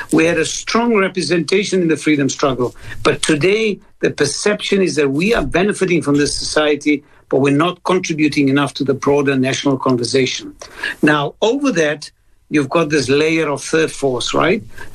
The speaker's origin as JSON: {"language": "English", "country": "India", "said": "I was still being pigeonholed as an Indian Muslim."}